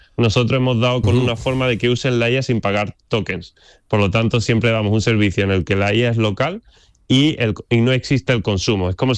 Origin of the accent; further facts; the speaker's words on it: Andalusia, Spain; siendo andaluz